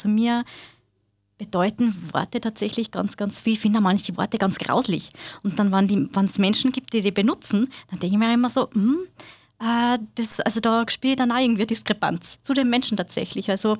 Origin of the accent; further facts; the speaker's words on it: Linz, Upper Austria, Austria; ich bin gerade 37 Jahre alt geworden. Ich bin Mama, habe zwei kleine Kinder und bin auch Lehrerin da bei uns in Linz am Berg oben.